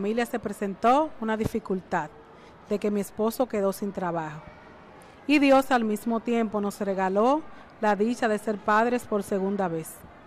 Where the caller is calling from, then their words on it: Santo Domingo, Dominican Republic; de República Dominicana.